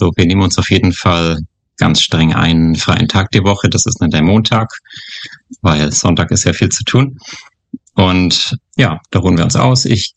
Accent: Bayreuth, Bavaria, Germany; Ich bin in Bayreuth im schönen Oberfranken aufgewachsen.

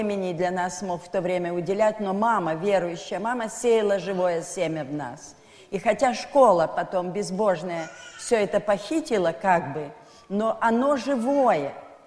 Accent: Donetsk, Donetsk Oblast, Ukraine; у нас в Донецке, я родилась в Донецке, мой отец был горный инженер

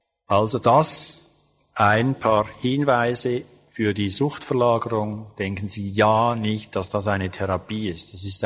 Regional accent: Switzerland; Zum Teil gibt es bei uns in der Schweiz, weil wir so methadonfreudig sind, schon bereits 40-, 50-jährige Methadonabhängige

